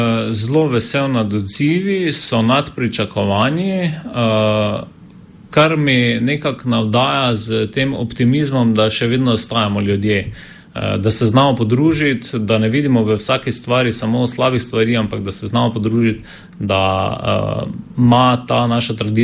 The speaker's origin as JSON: {"language": "Slovenian", "region": "Styria", "country": "Slovenia"}